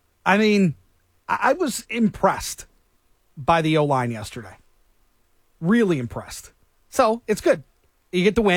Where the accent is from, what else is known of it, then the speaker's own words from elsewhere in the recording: Novi, Michigan, United States; I grew up in Novi.